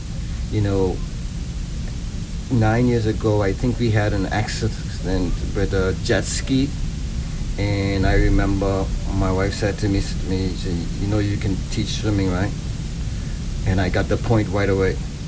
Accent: Providenciales, Turks & Caicos Islands; also born or lived in South Caicos; I'm from Providenciales. Went to school in South Caicos, and I learned to swim when I was about 6 to 7 years old, right there on the beach in Long Bay.

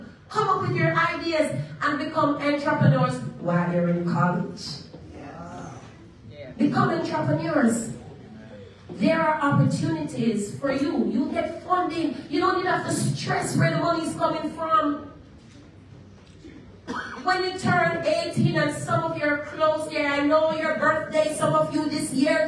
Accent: Jamaica; moved away; I'm from Jamaica

